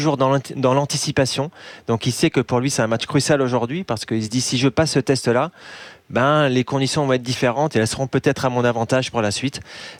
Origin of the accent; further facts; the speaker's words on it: France; en tant que Français